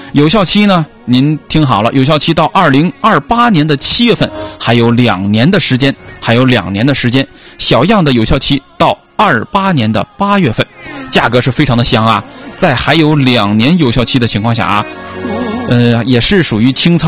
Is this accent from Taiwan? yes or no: no; Songyuan, Jilin, China; now in Changchun, China; 这乐园就在我家啊，就在我老家松原。